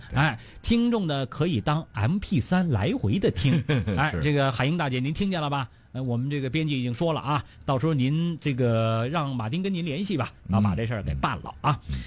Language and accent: Chinese; Beijing, China; 咱们北京人啊，就是说那个有条件当然讲究了，就是即便没条件都穷讲究，